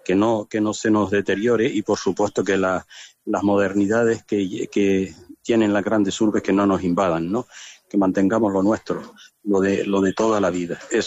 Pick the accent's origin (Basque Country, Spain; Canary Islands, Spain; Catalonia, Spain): Canary Islands, Spain; Tejeda; Yo, por ejemplo, puedo hablar de mi pueblo, que nosotros pasamos a formar parte de la asociación en el año 2015, ¿no? Tejeda era conocido